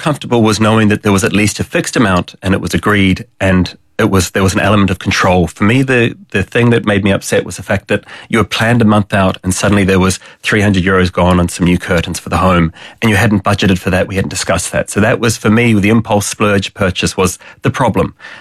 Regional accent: New Zealand; also born or lived in Australia; And for many Irish households, I'm from New Zealand originally, but for many Irish households, money was something you never talked about growing up.

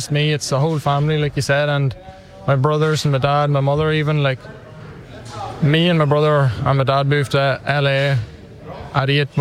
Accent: Ireland

